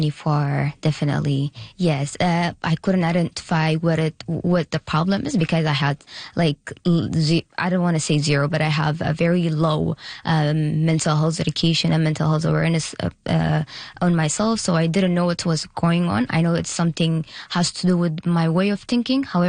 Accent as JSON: {"language": "English", "region": "Khartoum", "country": "Sudan", "tie": "born or raised there", "also_born_or_lived": "Eritrea", "moved": "as an adult", "lives_now": "Ottawa, Canada", "said": "I'm originally from Eritrea, but I grew up in Khartoum, Sudan. That's where I was born and raised, and now I went to college there as well. And then 2023, I came here."}